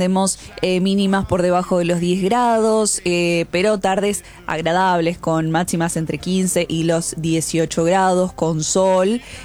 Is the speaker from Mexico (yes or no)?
no; Cañuelas, Buenos Aires Province, Argentina; yo crecí en Cañuelas. Allá había mucho campo